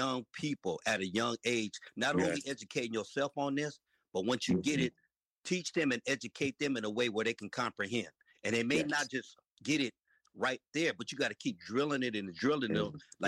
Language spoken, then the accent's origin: English; Philippines; I'm Filipino, but they never taught me about nothing about Filipinos in the history of me going from elementary all the way to high school.